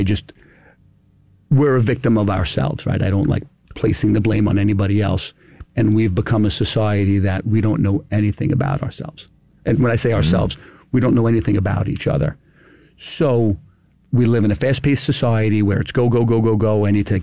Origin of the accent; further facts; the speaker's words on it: Long Beach, California, United States; He went missing in Long Beach, which is my hometown.